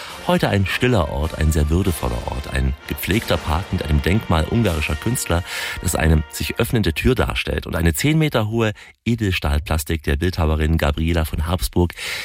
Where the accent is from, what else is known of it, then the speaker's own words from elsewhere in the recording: East Germany, Germany; Weil ich komme aus der ehemaligen DDR.